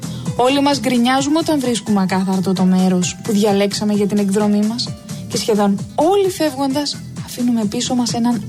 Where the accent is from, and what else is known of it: Greece